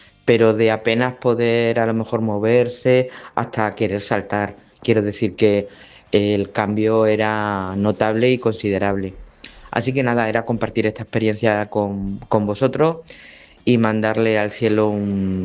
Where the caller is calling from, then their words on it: Barcelona, Catalonia, Spain; de Puente de Hume.